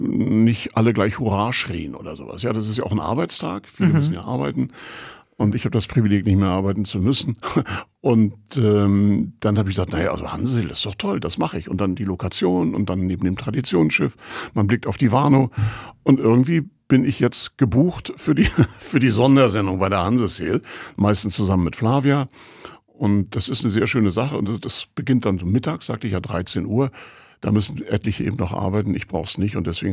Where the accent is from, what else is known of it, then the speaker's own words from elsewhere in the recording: Rostock, Mecklenburg-Vorpommern, Germany; ich bin in Rostock ja geboren und habe hier meine Jugend verbracht und habe hier studiert, habe hier geheiratet. Also ich bin aus Rostock.